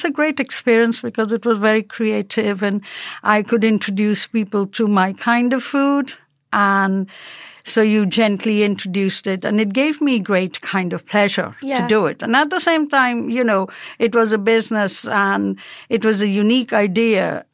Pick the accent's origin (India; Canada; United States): India; English is a second language; moved away as an adult; also born or lived in London; now in Carlow, Ireland; I was just about 20 years old, a few months over 20, and decided that India was getting a little bit too boring.